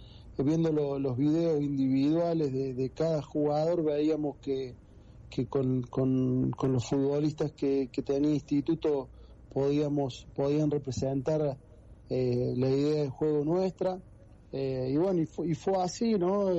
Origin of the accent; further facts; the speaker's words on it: Córdoba, Argentina; moved away as an adult; now in Miramar, Argentina; Si bien soy de Córdoba, hace un tiempo estoy viviendo ahí en Miramar